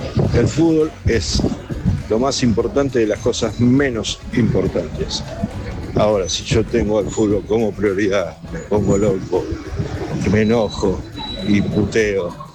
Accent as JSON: {"language": "Spanish", "country": "Argentina", "said": "Por eso tenemos esa contradicción. Somos argentinos."}